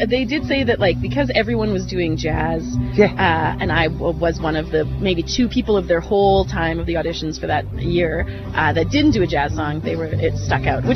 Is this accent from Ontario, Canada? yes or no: no; Winnipeg, Manitoba, Canada; Long ago I did, I know. I showed up, I moved here from Winnipeg to go to school.